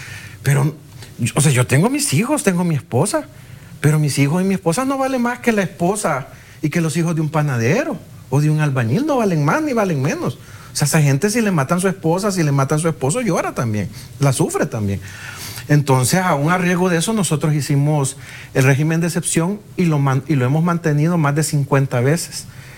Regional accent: El Salvador

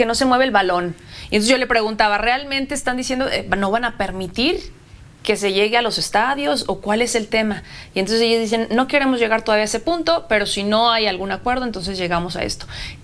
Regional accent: Mexico; los menos invitados somos los mexicanos

